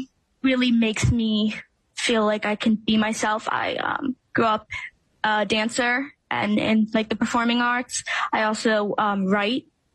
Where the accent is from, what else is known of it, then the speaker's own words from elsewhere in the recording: Haddon Heights, New Jersey, United States; I grew up here in South Jersey.